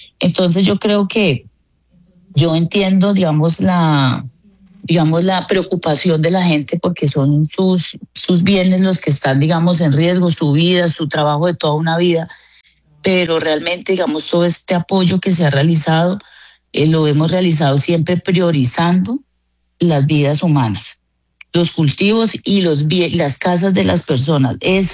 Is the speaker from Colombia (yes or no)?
yes; Colombia